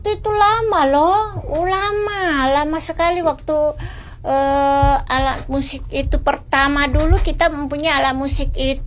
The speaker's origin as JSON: {"language": "Indonesian", "town": "Makassar", "region": "South Sulawesi", "country": "Indonesia", "tie": "born or raised there", "moved": "yes", "lives_now": "Tanjung Pinang, Indonesia", "said": "Kalau waktu kecil-kecil dulu, waktu masih di Makassar kan"}